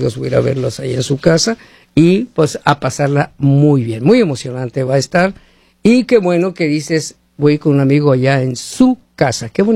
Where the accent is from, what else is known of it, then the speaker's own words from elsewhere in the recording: Hermosillo, Sonora, Mexico; Yo soy de Hermosillo, Sonora, ¿sí?